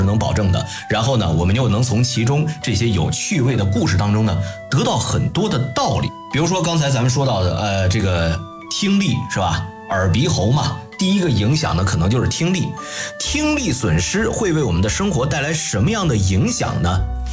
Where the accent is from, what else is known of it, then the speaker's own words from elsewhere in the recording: China; 忍受痛苦难道不是我们中国人的一贯这个习惯吗？